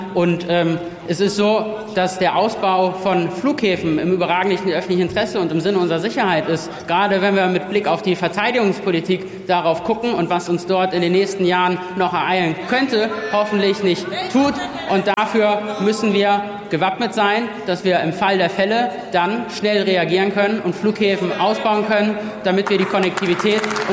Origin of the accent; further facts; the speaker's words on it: Schleswig-Holstein, Germany; In meinem Heimatbundesland Schleswig-Holstein profitieren davon unter anderem die A20, die A23 und die Marschbahn.